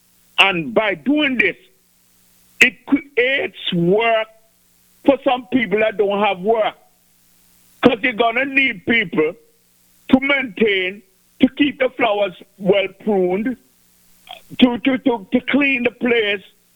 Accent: Antigua & Barbuda; we as Antiguans, we don't appreciate the aesthetics of our country.

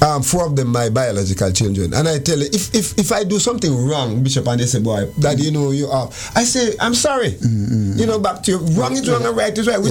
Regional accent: Kingston, Jamaica; moved away; I'm from Jamaica. I was born in Jamaica, in Kingston, Jamaica. I've spent 50 years of my life in Jamaica.

